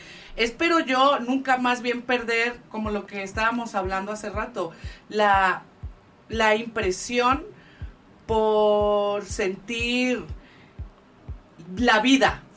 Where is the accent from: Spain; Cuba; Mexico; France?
Mexico; Sinaloa; años en la Ciudad de México, pues las raíces es importante mantenerlas y pues mi sangre chinola sinaloense la traigo conmigo siempre.